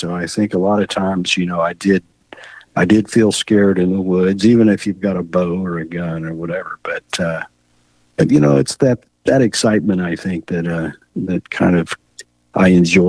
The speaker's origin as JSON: {"language": "English", "region": "Texas", "country": "United States", "tie": "born or raised there", "said": "I was born and raised in Texas."}